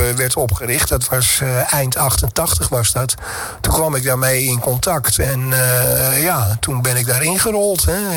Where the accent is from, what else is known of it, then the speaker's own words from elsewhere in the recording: Amsterdam, North Holland, Netherlands; Nee, ik ben een Amsterdammer en dat kun je ook horen.